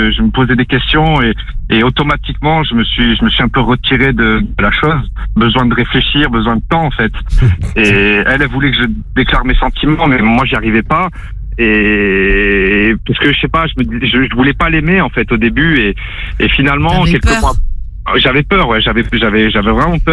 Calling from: Nice, Provence-Alpes-Côte d'Azur, France; moi je suis à Nice

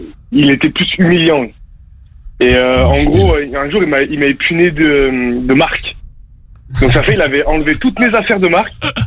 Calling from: Lyon, Auvergne-Rhône-Alpes, France; j'ai 27 ans, je viens de Lyon.

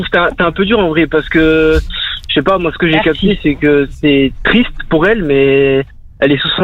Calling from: Bourgogne-Franche-Comté, France; Je suis à Guyenveyne

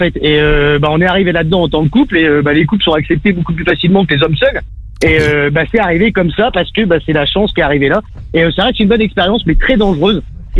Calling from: Cherbourg, Normandy, France; Allez, moi je viens de Cherbourg. C'est une toute petite ville. Il y a pas beaucoup de gens. Donc voilà, je viens de Cherbourg

